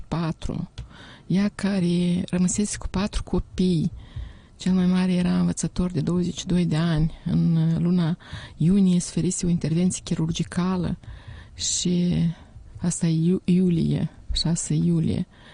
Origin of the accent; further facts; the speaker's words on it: Chirileni, Ungheni District, Moldova; la noi la satul meu, Chirileni Ungheni, de unde sunt eu, se zice scoarță